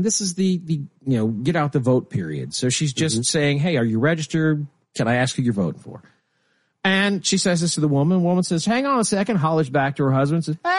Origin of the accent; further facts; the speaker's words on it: Nebraska, United States; They closed off one of the biggest Tyson's meatpacking plants in my home state of Nebraska.